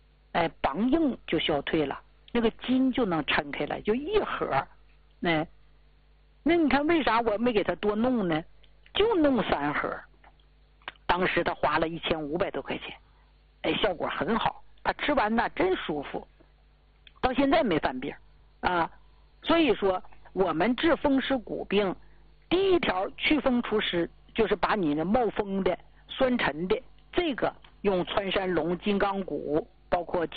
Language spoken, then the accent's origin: Chinese; Northeast China, China; 寒邪就是冷啊，咱们东北人不知道吗？大冬天冻得嘎巴嘎巴冷，在外边醒大鼻涕都能冻成柱来啊，那冰凉冰凉的，零下二三十度。